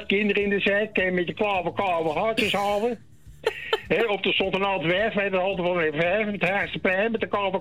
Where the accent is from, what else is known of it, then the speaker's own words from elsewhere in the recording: The Hague, South Holland, Netherlands; born there; Ik ben wel geboren in de Schilderswijk. Sorry, de platte Schilderswijk. Want je hebt 2 Schilderswijken in Den Haag.